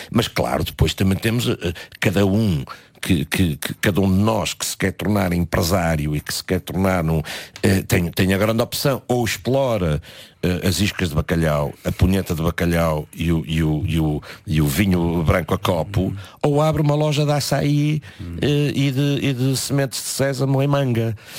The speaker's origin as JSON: {"language": "Portuguese", "country": "Portugal", "said": "somos nós, portugueses"}